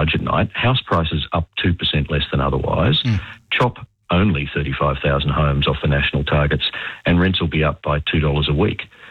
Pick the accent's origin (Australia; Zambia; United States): Australia; Melbourne, Victoria; In my hometown of Melbourne, you get a lot of CFMEU-related tax, if you like, on the cost of producing new apartments, new office towers, et cetera, et cetera.